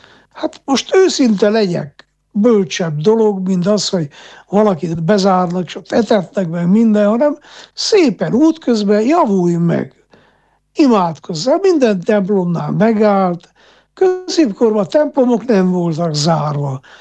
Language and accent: Hungarian; Miercurea Ciuc, Harghita, Romania; én Csíkszeredában nőttem fel